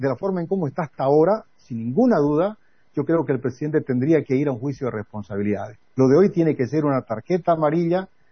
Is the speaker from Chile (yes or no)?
no; Santa Cruz, Bolivia; como boliviano, como cruceño.